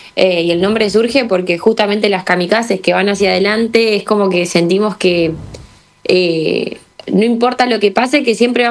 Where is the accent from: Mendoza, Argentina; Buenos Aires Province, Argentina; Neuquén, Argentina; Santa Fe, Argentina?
Buenos Aires Province, Argentina; Mar de Ajó; now in Buenos Aires, Argentina; muchas que somos del interior, por ejemplo yo que soy de Mar del Ajó, que estoy viviendo en Capital